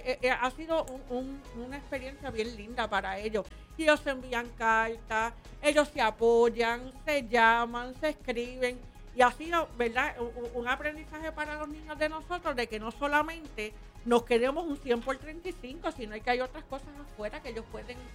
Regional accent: Fajardo, Puerto Rico; Fajardo. Este es mi pueblo.

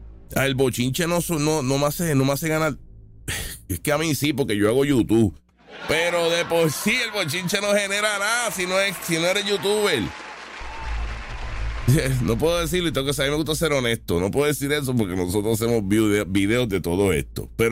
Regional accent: Puerto Rico; Pero como sociedad, como puertorriqueño, nosotros lo que tenemos es que esta gente tiene que estar trabajando.

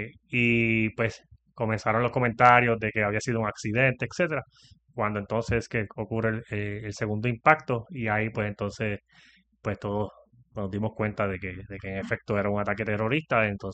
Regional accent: Utuado, Puerto Rico; Aquellos que son utuadeños como yo

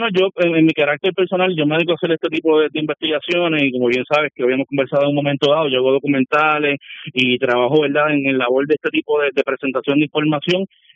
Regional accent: Puerto Rico; lo que tenemos como puertorriqueños

